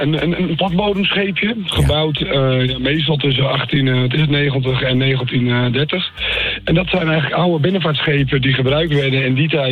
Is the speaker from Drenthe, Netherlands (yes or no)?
no; North Holland, Netherlands; als Hollanders, als West-Friese